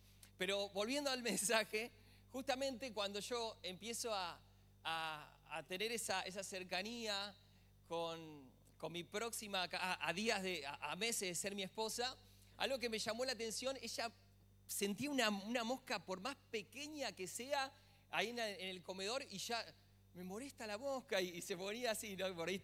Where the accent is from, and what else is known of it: Argentina